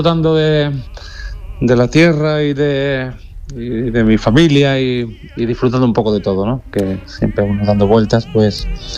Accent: Jerez, Andalusia, Spain; Yo me siento, pues, orgulloso de mi tierra y puedo decir que este es el mejor sitio del mundo.

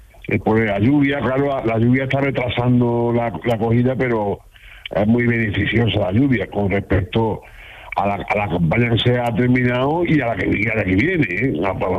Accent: La Roda de Andalucía, Andalusia, Spain; De la Roda Andalucía.

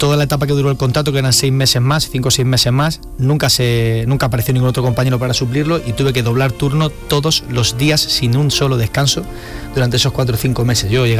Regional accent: Basque Country, Spain; born there; al nacer en el País Vasco, yo creo que nací en Guipúzcoa, era lógico que el equipo que fuera de mis amores en ese momento fuera el de la Real Sociedad, ¿no?

